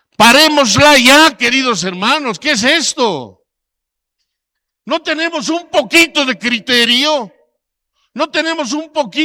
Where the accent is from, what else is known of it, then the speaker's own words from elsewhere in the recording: Bolivia; Porque somos muy bolivianos, los del altiplano y los del oriente, los de los valles y los del sector de nuestros hermanos orientales. Todos somos bolivianos.